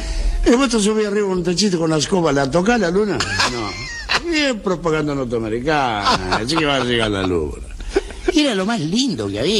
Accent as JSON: {"language": "Spanish", "region": "Buenos Aires", "country": "Argentina", "tie": "born or raised there"}